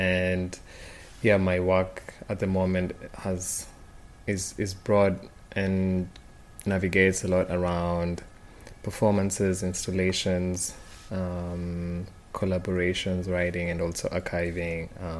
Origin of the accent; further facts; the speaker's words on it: Nairobi, Kenya; now in Berlin, Germany; I'm from Nairobi, Kenya, based in Berlin at the moment, and also in between the two cities.